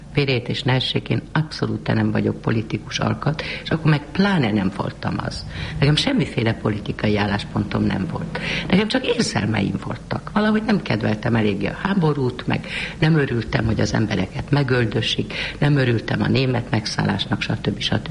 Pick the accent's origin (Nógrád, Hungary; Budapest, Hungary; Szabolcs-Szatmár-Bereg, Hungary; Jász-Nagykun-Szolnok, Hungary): Budapest, Hungary; born there; Budapesten, de csak Kishíján. A szüleim Erdélyből jöttek ki az első világháború után, és én a nagy zűrzavarban még gyorsan Pesten megszülettem nekik.